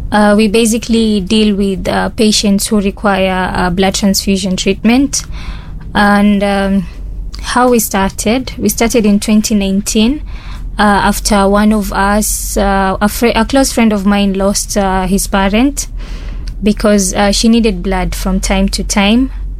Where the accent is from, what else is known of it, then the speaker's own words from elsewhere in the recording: Mombasa, Mombasa County, Kenya; I am born and bred in Mombasa, studies in Mombasa. Basically, most things are just here in Mombasa.